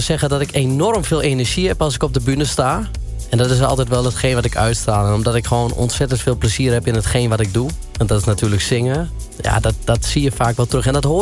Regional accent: Drenthe, Netherlands; Ik kom natuurlijk uit Drenthe weg voor de mensen die me niet kennen.

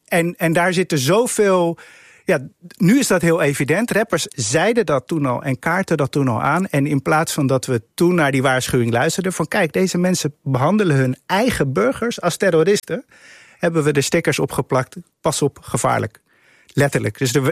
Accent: The Hague, South Holland, Netherlands; born or raised there

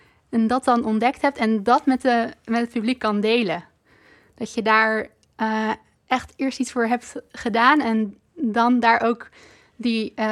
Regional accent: Breda, North Brabant, Netherlands; Want ik kom ook uit Breda.

